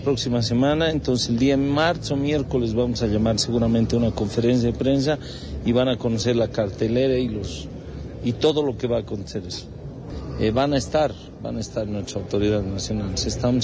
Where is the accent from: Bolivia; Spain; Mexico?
Bolivia; Oruro; Somos los orureños, esta es la capital del folclore de Bolivia.